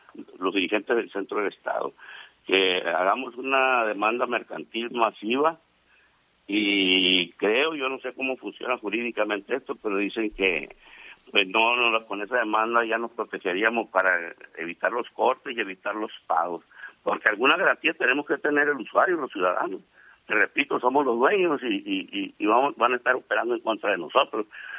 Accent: Mexico; Se supone que los dueños de CFE somos los mexicanos, somos nosotros

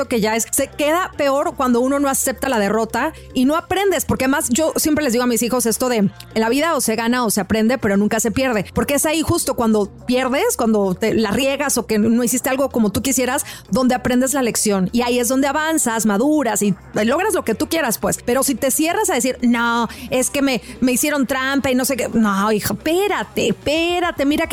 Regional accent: Mexico; Pregúntenme a mí, si soy mexicana, pues cómo no va a doler que pierda uno, ¿verdad?

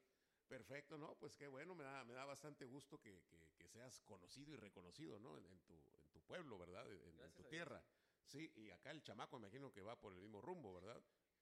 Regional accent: Monterrey, Nuevo León, Mexico; moved away; Ese es un clásico en Monterrey, oye.

